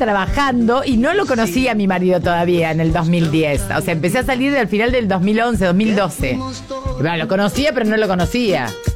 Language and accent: Spanish; Crespo, Entre Ríos, Argentina; Soy de Crespo.